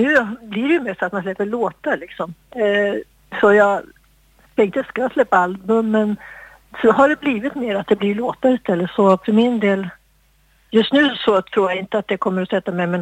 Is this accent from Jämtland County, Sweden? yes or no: yes; Jämtland County, Sweden; moved away; jag kommer ju också från Jämtland från början.